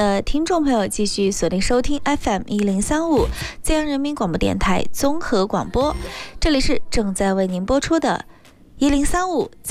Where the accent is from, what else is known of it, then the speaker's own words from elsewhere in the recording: China; 在我们中国人的祝福里面